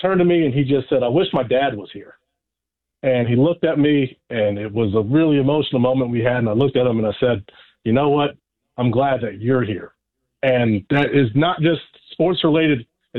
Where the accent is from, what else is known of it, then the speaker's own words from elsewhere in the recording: San Francisco, California, United States; I'm from San Francisco, the Giants won the World Series in 2012.